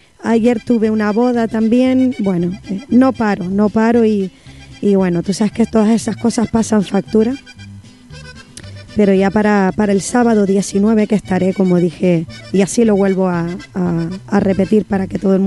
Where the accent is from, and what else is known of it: Arafo, Canary Islands, Spain